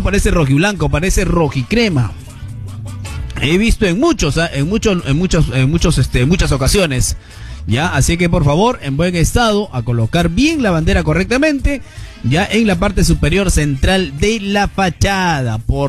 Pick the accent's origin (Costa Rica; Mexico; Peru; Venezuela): Peru; Somos peruanos y estamos en nuestro mes patrio.